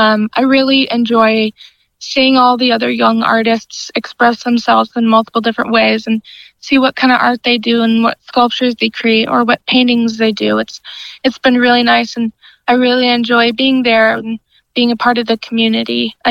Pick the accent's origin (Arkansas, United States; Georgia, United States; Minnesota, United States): Minnesota, United States; St. Paul; I have lived in St. Paul, Minnesota my entire life. I have stayed in the same neighborhood my entire life, so nothing too interesting, but it's been home.